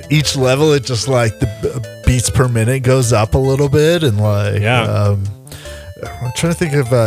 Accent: Canada; well, growing up in Canada, you know, what did you listen to?

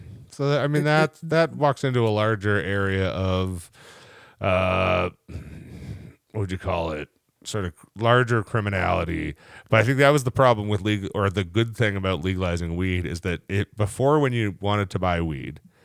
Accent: Canada; we're both Canadian.

